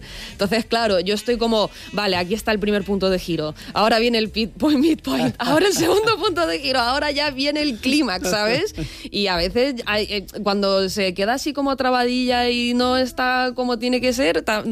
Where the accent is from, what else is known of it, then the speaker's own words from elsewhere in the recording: Russia; Spanish is a second language; Buah, sí, me encanta el verano. Y siendo rusa, ¿eh?